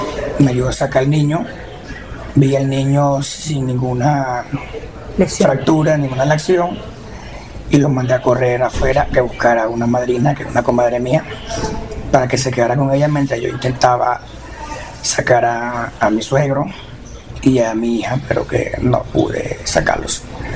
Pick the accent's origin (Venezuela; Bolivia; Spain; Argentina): Venezuela; La Guaira; Soy de La Guaira, de Caribe.